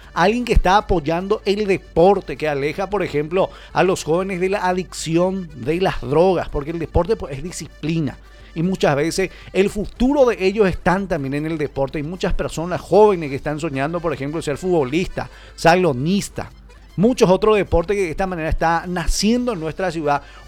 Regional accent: Paraguay; now in Pedro Juan Caballero, Paraguay; como paraguayo. Y acá en nuestro municipio como Pedro Juan Caballero

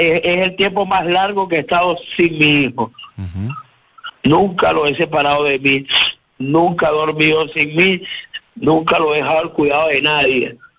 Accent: Caracas, Capital District, Venezuela; moved away; Yo soy de Caracas, la capital.

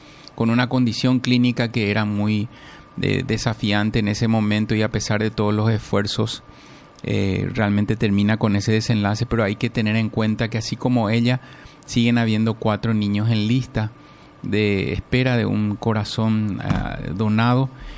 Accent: Paraguay

